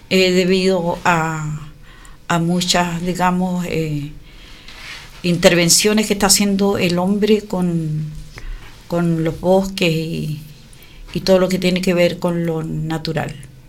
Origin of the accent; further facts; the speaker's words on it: Puerto Montt, Los Lagos, Chile; Soy de Melipulli, Mapumó, presidenta de una asociación de mujeres que compone, que en su número son 40. dirigente de hace 25 años por el pueblo mapuche